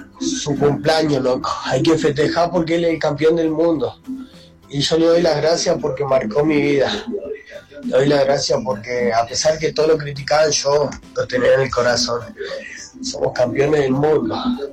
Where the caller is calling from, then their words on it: Villa La Angostura, Neuquén, Argentina; hablo de Villa Langostura, Neuquén.